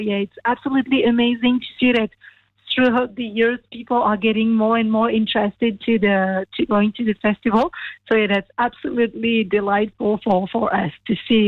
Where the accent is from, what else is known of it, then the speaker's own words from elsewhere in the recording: France; Obviously, I'm from France.